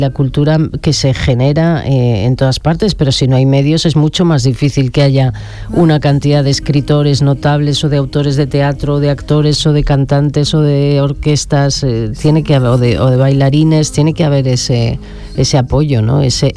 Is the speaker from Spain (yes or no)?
yes; Bilbao, Basque Country, Spain; Y yo soy de Bilbao, ¿eh?